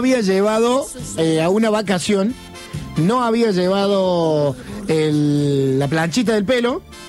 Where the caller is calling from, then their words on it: Alta Gracia, Córdoba, Argentina; de Altagracia. En esa época vivía en Córdoba.